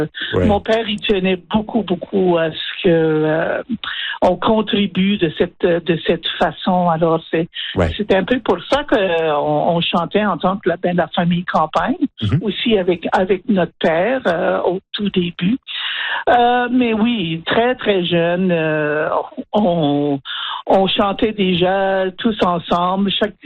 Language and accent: French; Saskatchewan, Canada; on est des Françaisquois, puis c'est quoi un Françaisquois? Alors on a beaucoup, beaucoup fait pour conscientiser, je pense, les masses au fait que le français ne s'arrêtait pas au Manitoba. Il y avait aussi en Saskatchewan.